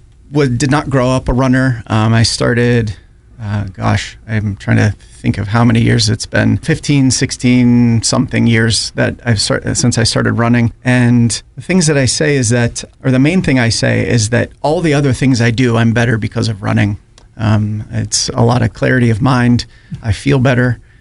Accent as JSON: {"language": "English", "town": "Youngstown", "region": "Ohio", "country": "United States", "tie": "born or raised there", "said": "I'm from Youngstown, grew up there."}